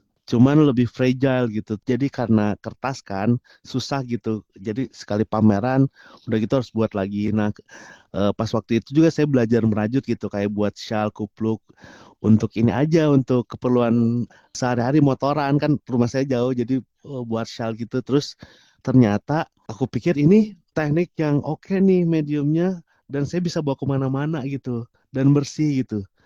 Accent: Bandung, West Java, Indonesia; now in Yogyakarta, Indonesia; saya lahir di Bandung. Kebetulan asli orang Bandung, tapi sekarang tinggal di Yogyakarta.

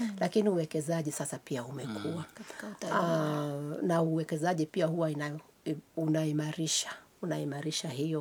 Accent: Bondo, Siaya County, Kenya; now in Nairobi, Kenya; Sasa mimi saizi naishi Nairobi.

